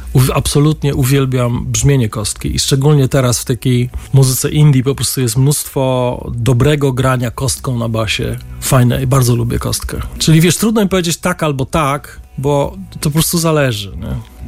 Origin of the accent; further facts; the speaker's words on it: Silesian Voivodeship, Poland; ponieważ jestem ze Śląska, bywałem czasami na dżemach.